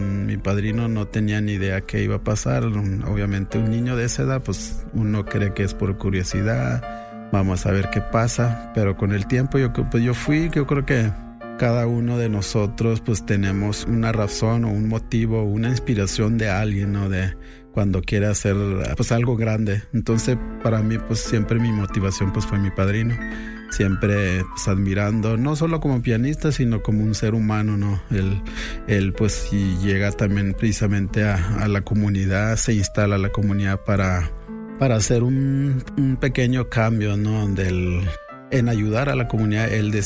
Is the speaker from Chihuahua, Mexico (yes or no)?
yes; Retosachi, Chihuahua, Mexico; Soy de Retosachi, en Batopilas, 12 horas más o menos desde desde la capital, aquí en Chihuahua. Estuve ahí en la comunidad con mis papás hasta los 12 años